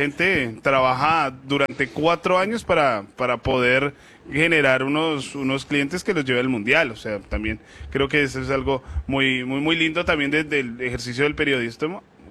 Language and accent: Spanish; Colombia